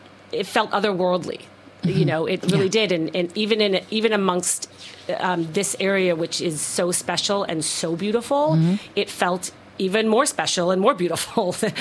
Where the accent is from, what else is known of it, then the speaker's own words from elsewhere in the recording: Portland, Oregon, United States; we are from Portland, Oregon